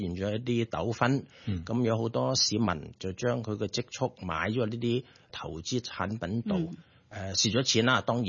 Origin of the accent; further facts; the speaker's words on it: China; 其實我哋國家，其實我哋中國人，我哋嘅智慧咧，從來都係要和為貴嘅。